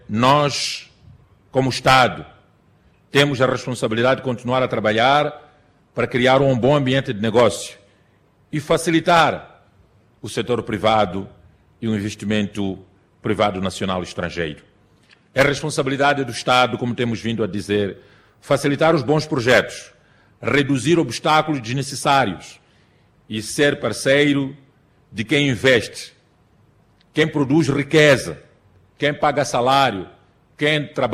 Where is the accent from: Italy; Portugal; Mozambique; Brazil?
Mozambique; nós, como moçambicanos, produzimos mais que o suficiente